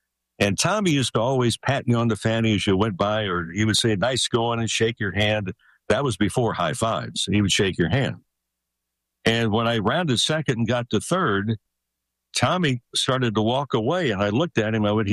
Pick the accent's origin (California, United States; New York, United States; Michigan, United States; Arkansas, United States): California, United States; Santa Monica; moved away as an adult; I grew up in Santa Monica.